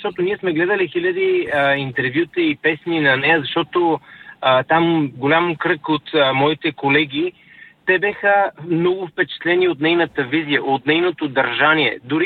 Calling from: London, United Kingdom; съм от Лондон.

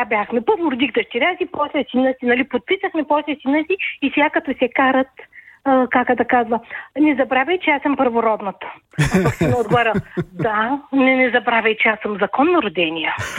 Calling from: Varna, Varna Province, Bulgaria; съм от Варна.

